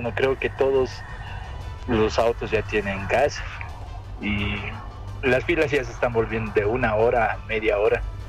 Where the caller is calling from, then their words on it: La Paz, Bolivia; No hay surtidores aquí en La Paz de gas.